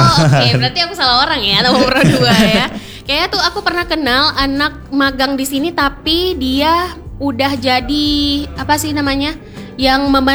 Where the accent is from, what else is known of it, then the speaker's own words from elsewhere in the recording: Aceh, Indonesia; kita orang Aceh ya